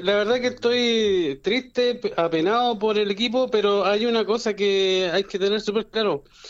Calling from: Talca, Maule, Chile; de la ciudad de Talca.

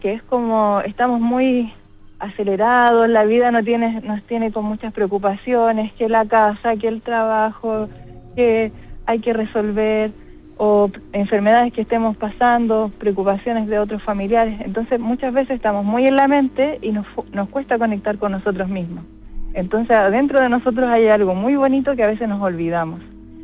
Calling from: Puerto Aysén, Aysén, Chile; soy química farmacéutica del Hospital de Puerto Aysén.

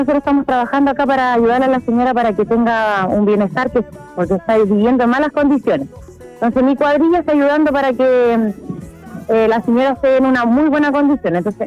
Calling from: Chile; yo soy de la Defensa Civil, de acá de Chile.

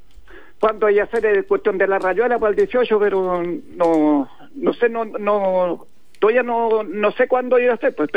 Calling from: Radal, Chile; yo llamo de Radal.

